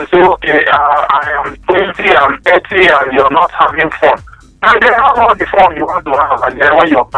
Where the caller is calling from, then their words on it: Abuja, Federal Capital Territory, Nigeria; I'm calling you from LifeCam.